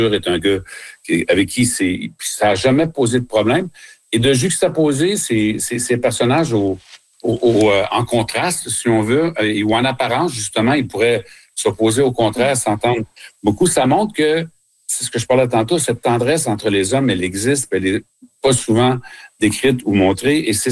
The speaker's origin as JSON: {"language": "French", "region": "Quebec", "country": "Canada", "said": "ce n'est pas le système qu'on a chez nous au Québec, ça c'est clair."}